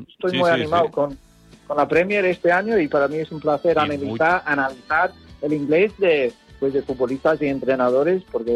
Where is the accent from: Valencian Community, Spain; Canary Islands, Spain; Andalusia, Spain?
Canary Islands, Spain; Tenerife; yo soy de Tenerife.